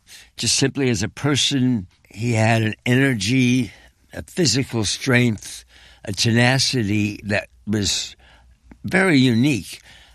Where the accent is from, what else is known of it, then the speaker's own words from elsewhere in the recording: East Coast, United States; because we were growing up on the East Coast with my mother